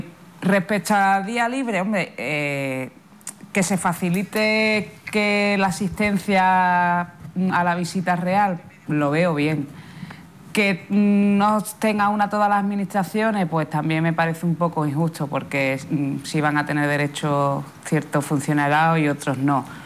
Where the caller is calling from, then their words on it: Ceuta, Spain; somos España y somos españoles